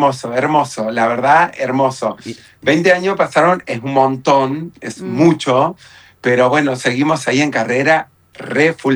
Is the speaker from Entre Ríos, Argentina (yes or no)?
no; Bandera, Santiago del Estero, Argentina; moved away as an adult; Soy de Bandera, Santiago del Estero.